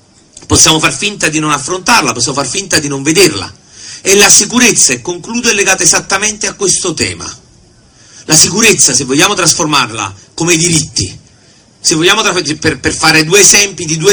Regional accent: Naples, Campania, Italy; da napoletano e da meridionale

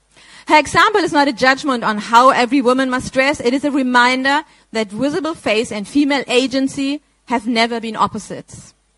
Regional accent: Germany; I'm from Germany, a journalist from Germany

